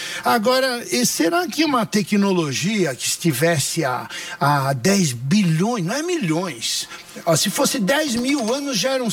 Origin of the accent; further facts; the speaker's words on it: Galicia, Spain; Títulos de nobreza, mas eu sou galego pobre, da beira do Rio Minho.